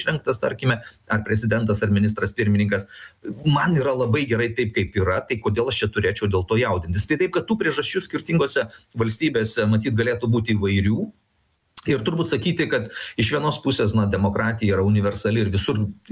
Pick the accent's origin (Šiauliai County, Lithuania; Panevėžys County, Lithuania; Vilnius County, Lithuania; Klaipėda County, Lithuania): Šiauliai County, Lithuania; Pakruojis; ar iš kur aš kilęs, aš iš Pakruojo, ar Dirvinių ir Gailiušių, ir nu, aš tada truktelsiu pečiais, nu, Pakruojais, koks skirtumas.